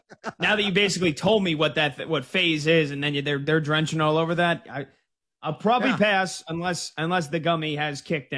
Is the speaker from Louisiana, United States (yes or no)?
no; New Jersey, United States; now in Philadelphia, United States; I'm from the East Coast and I'm from New Jersey